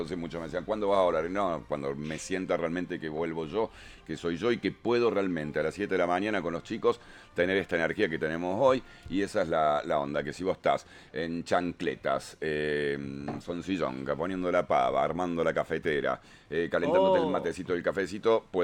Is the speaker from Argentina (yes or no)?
yes; Argentina; como somos los argentinos, de debatirnos todo